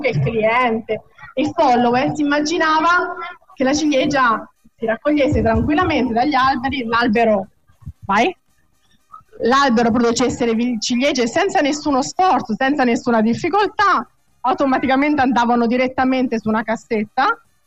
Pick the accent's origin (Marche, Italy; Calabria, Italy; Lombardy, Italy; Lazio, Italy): Marche, Italy; San Benedetto del Tronto; also born or lived in Grottammare; io vengo da San Benedetto e Tronto, la mia città di origine, dove nasco, dove sono nata. A oggi sono un'operatrice al centro agroalimentare Riminese, quindi mi divido tra le Marche e l'Emilia Romagna.